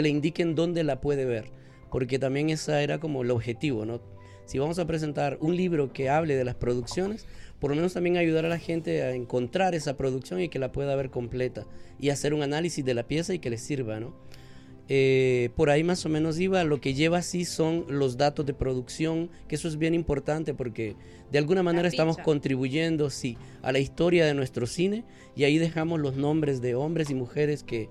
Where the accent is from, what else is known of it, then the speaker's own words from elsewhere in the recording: Honduras; Sí, al menos el cine que nos mira más a profundidad, sí, para como hondureños, porque en realidad también previo a eso habían grabaciones sobre Honduras